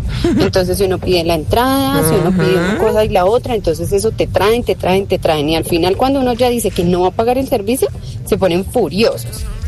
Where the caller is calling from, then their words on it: Soacha, Cundinamarca, Colombia; yo vivo en Soacha.